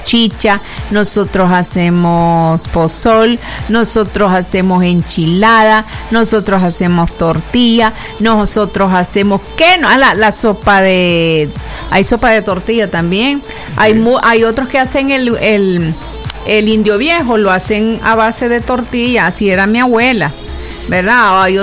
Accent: Nicaragua; somos nosotros los nicaragüenses.

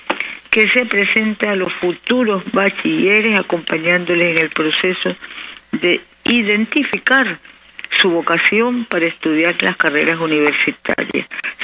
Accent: Nicaragua; porque como nicaragüenses sabemos ser laboriosos, somos talentosos, trabajadores insignes

